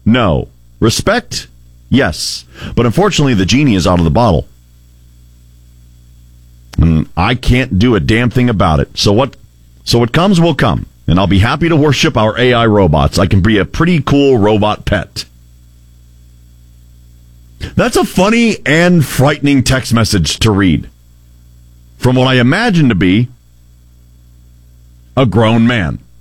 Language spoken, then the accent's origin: English; United States; I'm an American.